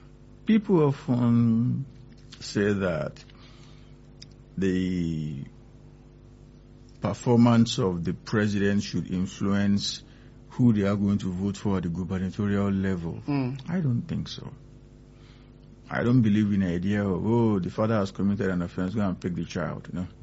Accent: Osun, Nigeria; I'm not from Ekiti State. I am from Osun State.

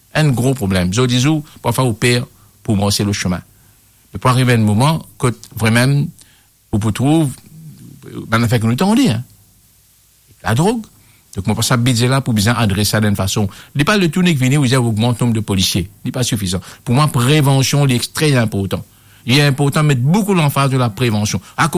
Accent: Mauritius; nous, le Mauricien, allons dans notre pays, allons sourire dans notre pays

